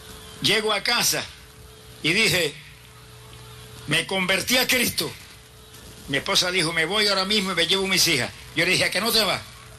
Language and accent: Spanish; Camuy, Puerto Rico; en mi pueblo de Camuy, allá en Puerto Rico.